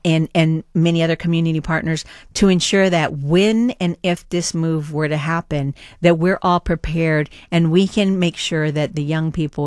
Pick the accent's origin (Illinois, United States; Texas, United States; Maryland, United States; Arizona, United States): Texas, United States; Dallas; moved away as an adult; also born or lived in Washington; now in Columbus, United States; I am originally from Dallas, Texas